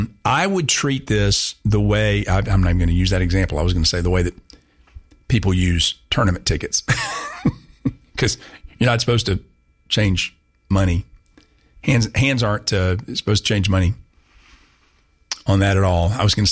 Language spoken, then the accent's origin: English; Augusta, United States; born there; When my parents moved back to Augusta, I was born in January 65.